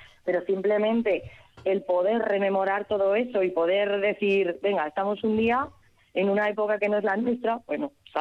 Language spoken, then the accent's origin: Spanish; Labraza, Basque Country, Spain; Es mi pueblo